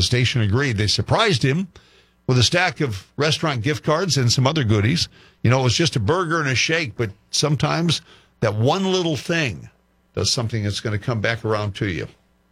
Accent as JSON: {"language": "English", "town": "Pocatello", "region": "Idaho", "country": "United States", "tie": "born or raised there", "said": "Close to my hometown, Rexburg, Idaho, is where this story comes from. That's just about 40 minutes away from Pocatello, my hometown."}